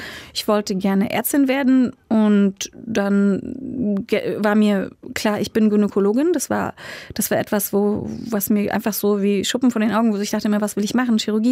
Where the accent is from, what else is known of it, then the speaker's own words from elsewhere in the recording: Berlin, Germany; born there; also born or lived in Leipzig; Und dann bin ich mit meiner Mutter in West-Berlin aufgewachsen, was sehr interessant war. Das alte West-Berlin, ne, mit der Mauer noch drumherum, spezieller Ort.